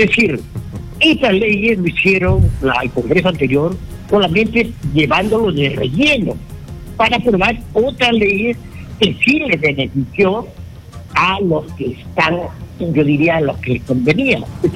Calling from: Trujillo, La Libertad, Peru; de Trujillo

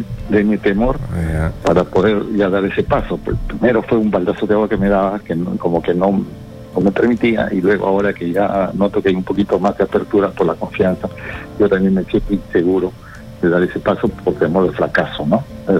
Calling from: Lima, Peru

